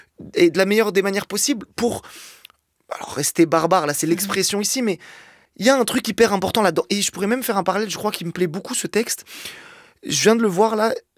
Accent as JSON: {"language": "French", "country": "Algeria"}